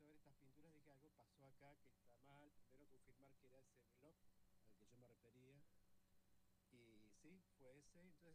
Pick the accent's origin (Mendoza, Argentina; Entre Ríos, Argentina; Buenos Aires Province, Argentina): Buenos Aires Province, Argentina; Necochea; moved away; yo nací en Necochea